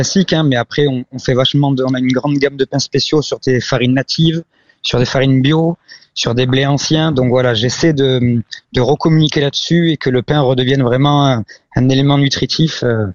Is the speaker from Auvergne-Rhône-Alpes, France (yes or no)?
no; Occitanie, France; je suis revenu aux sources dans mon village natal pour reprendre cette boulangerie-là.